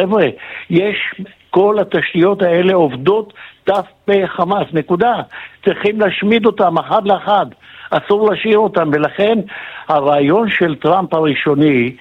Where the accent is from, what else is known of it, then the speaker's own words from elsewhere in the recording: Tiberias, Northern District, Israel; אני יליד בריה.